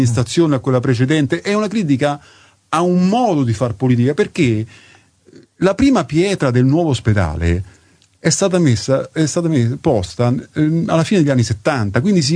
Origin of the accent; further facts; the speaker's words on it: Rome, Lazio, Italy; Invece ormai c'è l'idea che il politico è il pizzardone, lo dico da romana, è quello che pulisce le scale